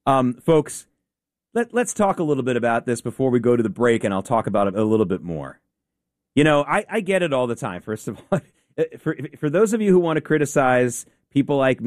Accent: the South, United States; I grew up in the South

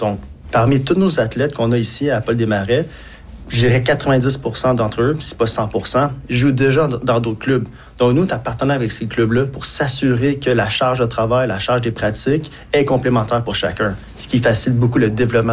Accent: Cantley, Quebec, Canada; also born or lived in Toronto; Je viens de Cantley, je suis né à Toronto, j'ai vécu 30 ans de ma vie à Cantley, côté du Québec évidemment.

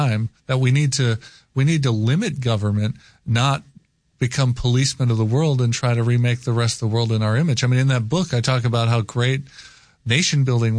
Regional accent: Appleton, Wisconsin, United States; this luncheon that was held in my hometown, Appleton, Wisconsin, the home of the John Birch Society

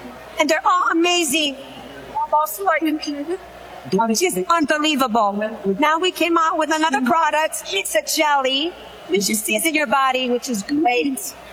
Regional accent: Colombia

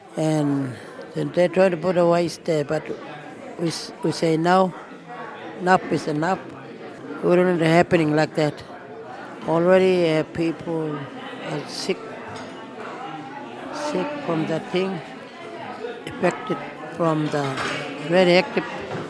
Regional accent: Yalata, South Australia, Australia; I came from Yalata.

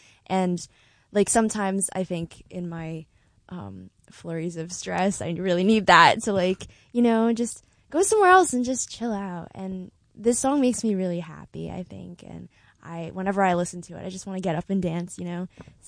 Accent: Long Island, New York, United States; I'm from Long Island, by the way.

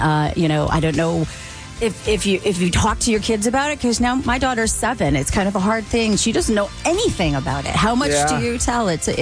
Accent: New York, United States; moved away; I'm from New York. I was home, you know, I was there that day

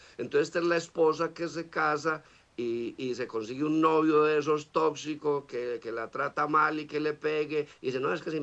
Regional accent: Marinilla, Antioquia, Colombia; born there; Sí, yo nací en Marinilla.

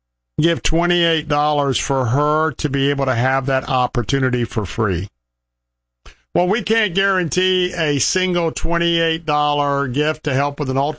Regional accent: Tampa, Florida, United States; broadcasting from Tampa this afternoon. As always, my hometown.

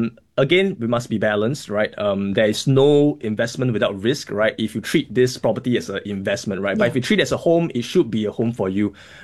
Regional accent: Singapore; I'm pretty sure everyone had went to Wild Wet before as a Singaporean, I think.

